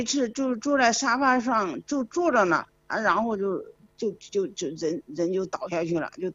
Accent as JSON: {"language": "Chinese", "region": "Henan", "country": "China", "said": "今年快70了，我家是河南的。"}